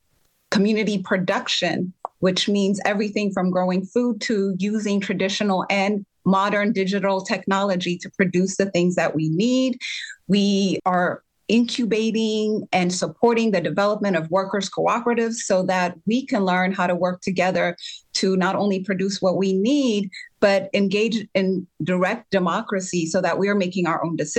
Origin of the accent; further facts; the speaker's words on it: Ethiopia; now in United States; So my family is from Ethiopia, and I grew up in Ethiopia.